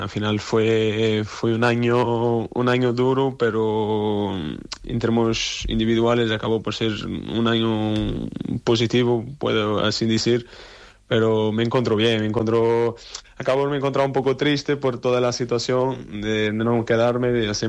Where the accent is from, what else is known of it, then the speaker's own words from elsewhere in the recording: Lisbon, Portugal; moved away; Soy de Lisboa.